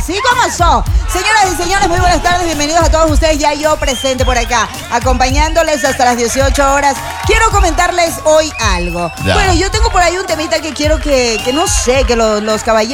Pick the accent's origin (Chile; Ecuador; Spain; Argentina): Ecuador; Manta, Manabí; nosotros que venimos de Manta